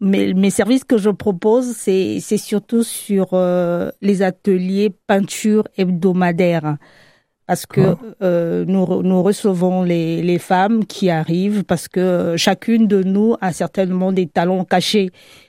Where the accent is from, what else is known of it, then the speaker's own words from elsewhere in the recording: Republic of the Congo; Je viens du Congo-Brazzaville.